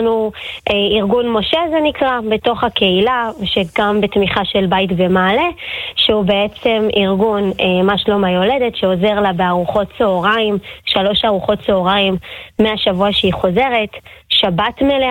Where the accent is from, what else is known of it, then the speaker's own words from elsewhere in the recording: Ma'ale Adumim, Judea and Samaria Area, Israel; גדלנו כאן, התגוררנו כאן, ובאמת חלק זכו לחזור בתשובה בתוך מעלה אדומים